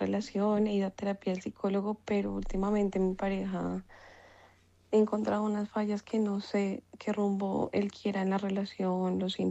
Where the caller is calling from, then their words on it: Bogotá, Colombia; de Bogotá.